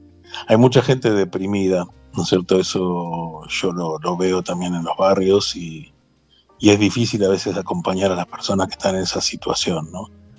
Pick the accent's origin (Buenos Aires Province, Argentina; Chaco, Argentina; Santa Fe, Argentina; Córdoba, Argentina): Buenos Aires Province, Argentina; Chacabuco; born there; moved away; cuando voy para mi pueblo, porque yo soy de Chacabuco, provincia de Buenos Aires